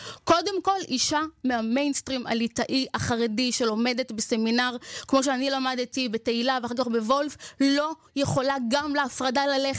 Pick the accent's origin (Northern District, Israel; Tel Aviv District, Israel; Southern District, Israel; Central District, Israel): Tel Aviv District, Israel; Bnei Brak; אבל אני הגעתי מבני ברק.